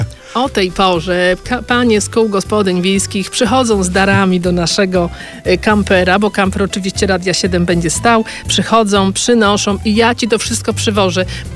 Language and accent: Polish; Masovian Voivodeship, Poland; tak, my jesteśmy z Ciechanowskiego, więc bardzo Państwa proszę również o te głosy